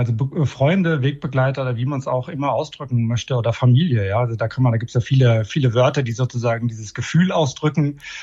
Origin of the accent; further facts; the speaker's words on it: Fürth, Hesse, Germany; ich habe nach wie vor nur einen norwegischen Pass, aber ich bin hier in Deutschland im Odenwald geboren und aufgewachsen, in einem kleinen Dorf, gar nicht so weit von dem Lebenshof heute entfernt. Mhm. Also in Fürth hieß es damals.